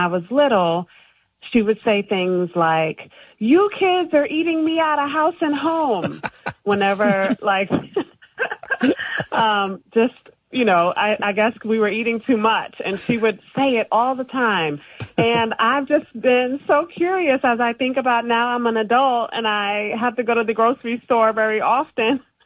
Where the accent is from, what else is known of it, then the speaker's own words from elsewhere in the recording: New York City, New York, United States; now in Memphis, United States; Though I live in Memphis right now, I'm actually from New York City originally. And on my mother's side of the family, I'm third generation New Yorker.